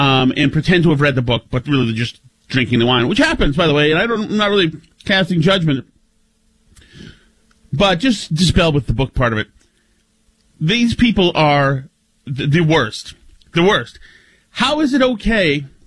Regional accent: Winchester, Massachusetts, United States; I grew up in Winchester, Mass., home of the Winchester Sachems.

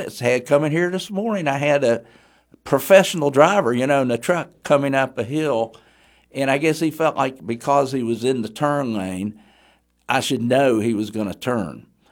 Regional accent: West Virginia, United States; also born or lived in Bluefield, West Virginia / Huntington, West Virginia; I grown up in Bluefield, West Virginia, that's an intersection that my mother would have avoided because, of course, I grew up in the Huntington area

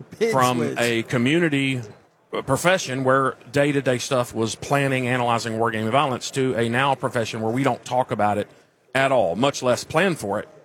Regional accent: Whitehall, Arkansas, United States; moved away as an adult; Yeah, I grew up in Whitehall, Arkansas, a little city about 30 miles south of Little Rock. Left there when I was 18

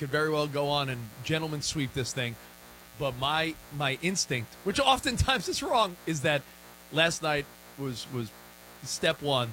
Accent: New York City, New York, United States; I grew up in New York, and I know what New Yorkers are made of. I know the cloth they're cut from. I know New York. I'm the only one here that lived in New York City.

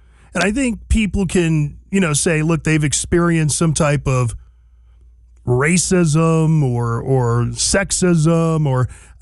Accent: San Diego, California, United States; I'm from San Diego.

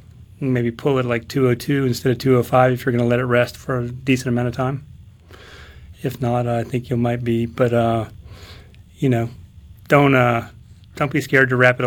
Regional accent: California, United States; Growing up, I grew up in California, and so I call it kind of California-style tacos

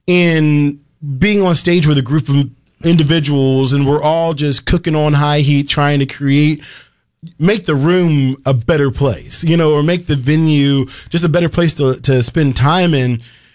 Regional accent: West Virginia, United States; growing up in West Virginia

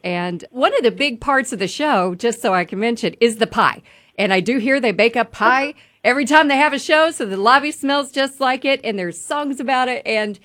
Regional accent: the South, United States; I'm from the South. You can tell.

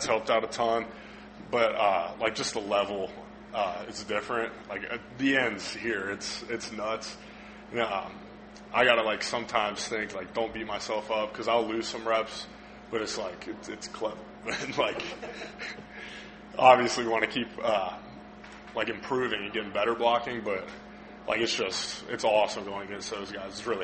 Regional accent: Cincinnati, Ohio, United States; And also, like, I'm from Cincinnati. Like, being an hour 20 away is way better.

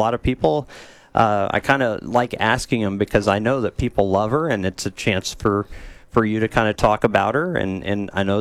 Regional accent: Dallas-Fort Worth, Texas, United States; now in Columbia, United States; I come from Dallas-Fort Worth, obviously. That's where I started my career.

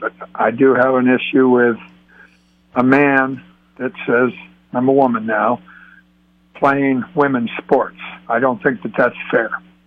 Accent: United States; I consider myself pretty much almost, well, I'm an American independent as far as voting.

